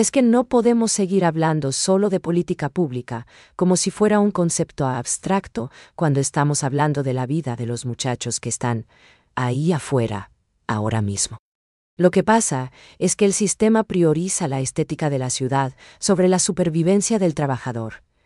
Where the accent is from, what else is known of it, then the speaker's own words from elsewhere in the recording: Paraguay; nos toca el orgullo como paraguayos.